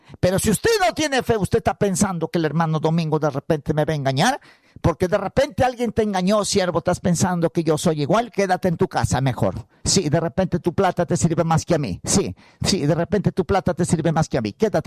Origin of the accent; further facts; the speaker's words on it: Huancabamba, Piura, Peru; now in Tarapoto, Peru; Desde mi tierra, Huancabamba, siervo, con mis buenas chontas. Mis buenos membríos, mis buenos remedios, mi lagunita negra, denme sus poderes para yo ayudar a mi gente acá en Tarapoto